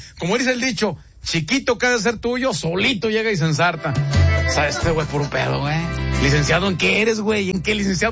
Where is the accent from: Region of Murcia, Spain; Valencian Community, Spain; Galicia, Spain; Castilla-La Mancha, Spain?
Region of Murcia, Spain; Murcia; soy español, es español el apellido, soy español, soy de Murcia, yo, de Murcia, España.